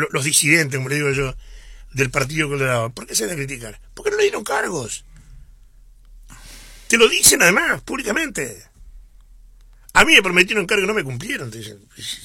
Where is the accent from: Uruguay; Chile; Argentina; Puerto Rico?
Uruguay; Rivera; somos del departamento de Rivera